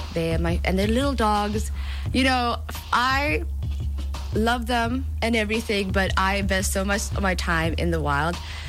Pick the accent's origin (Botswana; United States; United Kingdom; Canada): Botswana; And I grew up in Botswana. And even though my Setswana is, it's getting there. I'm learning Setswana.